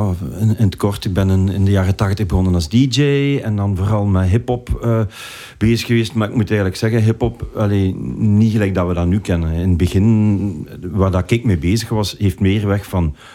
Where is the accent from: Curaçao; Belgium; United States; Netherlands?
Belgium; Heppen, Flanders; also born or lived in Hasselt; Ik ben opgegroeid in Heppen, het is te zeggen. Ik heb daar maar gewoond als ik 9 jaar was. En ik ben altijd naar school geweest in Hasselt.